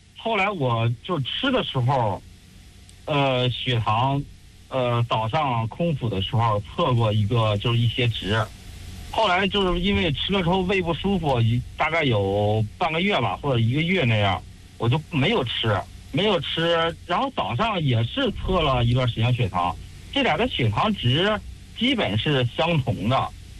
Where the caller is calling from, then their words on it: Shijiazhuang, Hebei, China; 我是石家庄的。